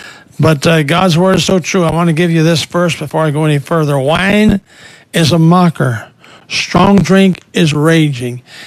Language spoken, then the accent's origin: English; South Dakota, United States; I think about the church I was raised in South Dakota.